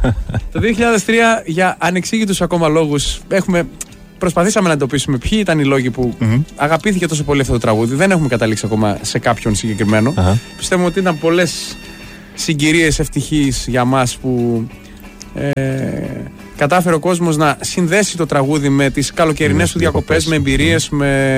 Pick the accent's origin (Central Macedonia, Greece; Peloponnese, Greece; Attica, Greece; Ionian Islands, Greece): Central Macedonia, Greece; Thessaloniki; also born or lived in Paris, France; Έλληνας Θεσσαλονικιός βέβαια. Ήρθα 5 χρονών με τους γονείς μου από Γαλλία-Ελλάδα και από τότε δεν έφυγα από τη Θεσσαλονίκη καθόλου.